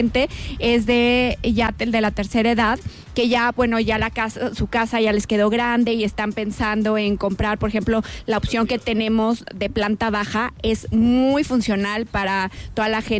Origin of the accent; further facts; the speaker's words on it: Querétaro, Mexico; De aquí, de Querétaro.